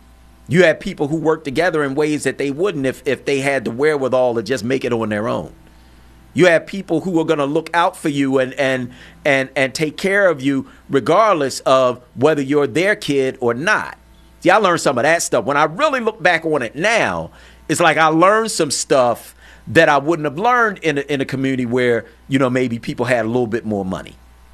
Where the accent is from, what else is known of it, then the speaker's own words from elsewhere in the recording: Philadelphia, Pennsylvania, United States; born there; my parents got divorced when I was a teenager. We moved from West Oak Lane to North Philly. And, you know, I learned some things living in North Philly, you know, that I wouldn't have learned in West Oak Lane.